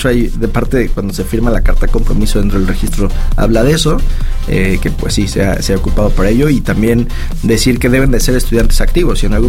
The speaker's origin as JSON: {"language": "Spanish", "country": "Mexico"}